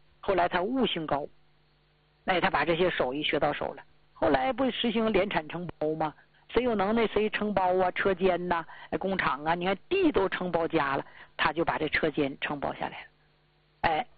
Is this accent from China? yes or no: yes; Northeast China, China; born there; 而且咱们家乡所处的东北地区还是落后啊，工资低，地还不值钱